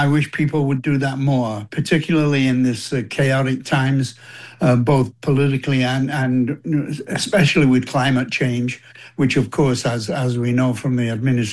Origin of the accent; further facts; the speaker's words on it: England, United Kingdom; moved away as an adult; now in United States; And even though I'm English, as you said, I have been an American citizen for about 50 years.